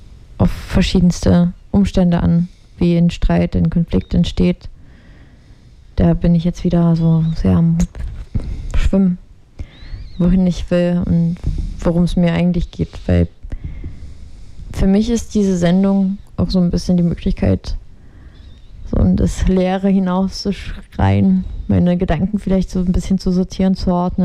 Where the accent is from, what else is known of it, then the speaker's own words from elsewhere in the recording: Chernihiv, Chernihiv Oblast, Ukraine; Also ich komme auch aus der Ukraine, ich bin aus Tschernihiw, das ist nördlich von Kiew.